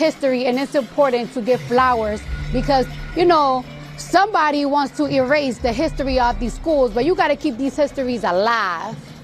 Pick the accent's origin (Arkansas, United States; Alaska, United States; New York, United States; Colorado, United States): New York, United States; And I'm from New York, and I must say, they have the best food in America.